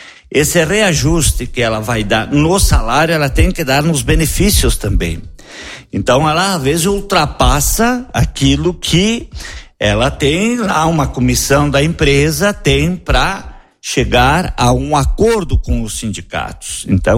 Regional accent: Rio Grande do Sul, Brazil; E nós temos que nos orgulhar de ser gaúcho, pois quando nós vamos para alguns outros estados e nós falamos que nós somos gaúcho

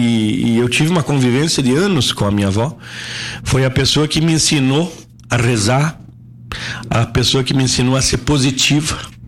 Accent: Brazil; born there; eu nasci em Caxias

